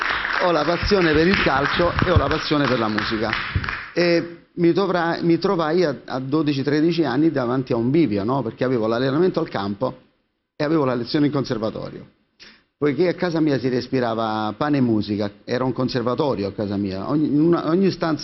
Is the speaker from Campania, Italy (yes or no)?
yes; Naples, Campania, Italy; io sono un uomo del sud, sono un napoletano